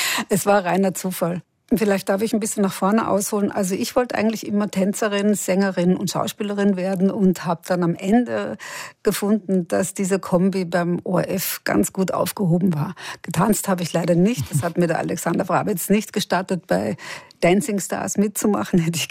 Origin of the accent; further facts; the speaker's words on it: Austria; also born or lived in Germany; ich bin ein Kind, das in Deutschland geboren wurde und einen deutschen Reisepass hat, was ein großes Privileg in dieser Welt ist, wie wir wissen. Aber ich bin natürlich in Österreich aufgewachsen und ich bin natürlich eine österreichische Journalistin